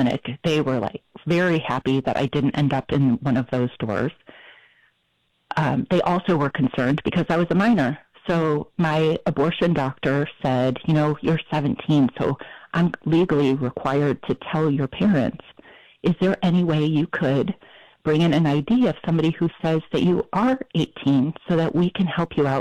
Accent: Michigan, United States; now in Florida, United States; I grew up in Michigan. I live in Florida now, but grew up in Michigan, had a wonderful family, had three siblings, and we were all raised going to Catholic school, going to church very regularly

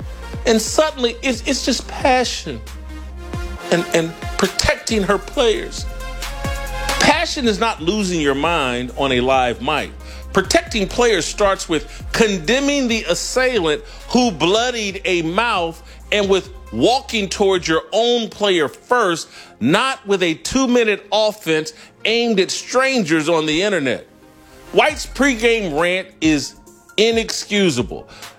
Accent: Indianapolis, Indiana, United States; my hometown of Indianapolis.

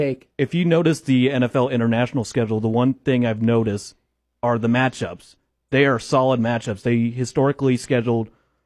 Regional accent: United States; I am an American.

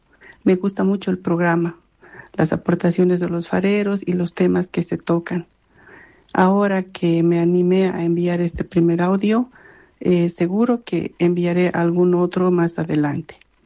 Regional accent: La Paz, Bolivia; born there; tema libre para hacerles llegar mis saludos desde Bolivia. … nací y vivo en La Paz.

